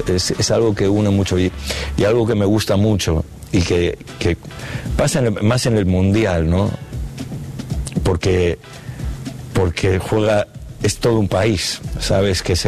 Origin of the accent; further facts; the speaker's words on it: Buenos Aires, Argentina; born there; Yo nací en Argentina, en el barrio de Chacarita, toda mi familia, la historia de mi familia está muy ligada a ese barrio